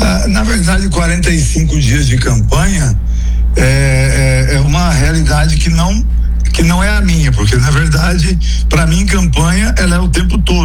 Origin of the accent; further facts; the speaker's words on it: Santa Fé do Sul, São Paulo, Brazil; born there; moved away as an adult; now in São José do Rio Preto, Brazil; Santa Fé do Sul. Santa Fé. Onde eu nasci.